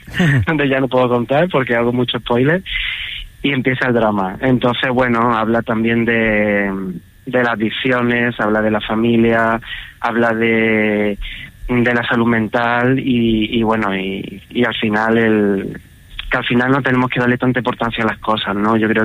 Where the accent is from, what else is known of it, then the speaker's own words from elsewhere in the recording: Lucena, Andalusia, Spain; also born or lived in Málaga; Yo soy de Lucena, de Córdoba, pero me siento muy malagueño. Estudié en Málaga, además claro.